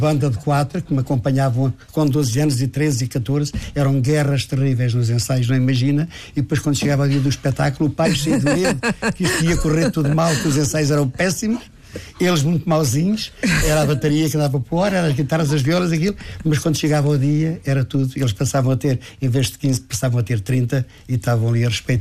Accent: Ribatejo, Portugal; Nós utilizamos a mesma no Ribatejo.

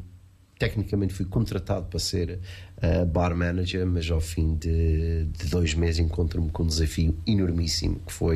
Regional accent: Portugal; moved away as an adult; also born or lived in United Kingdom; Incrível voltar a Portugal, reviver memórias, viver no sítio em que me viu crescer como um jovem

